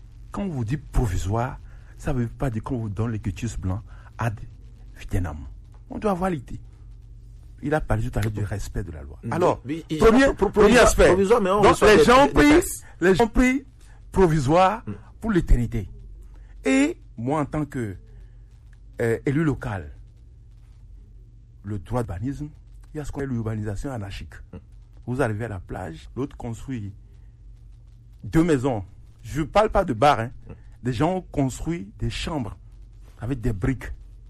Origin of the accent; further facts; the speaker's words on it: Lomé, Maritime, Togo; born there; Je suis né dans le Golfe 4 à l'Omnava. À l'époque, c'était le 3e arrondissement.